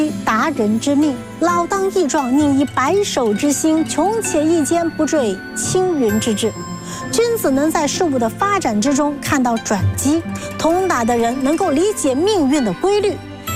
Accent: China; 我们中国人

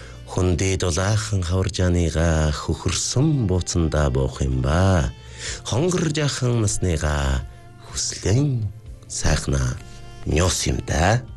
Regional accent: Inner Mongolia, China

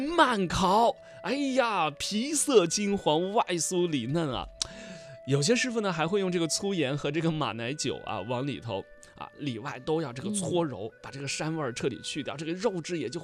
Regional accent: China; 我们中国人的餐桌上地位是不低的

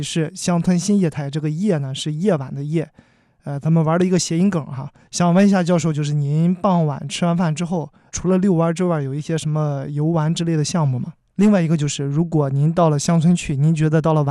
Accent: Shandong, China; moved away; 我小时候也是在我们山东老家晚上看到过银河

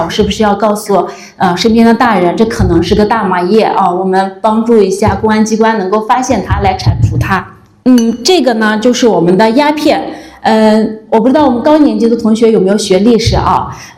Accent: China

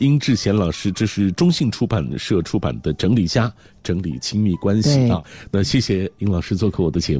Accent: China

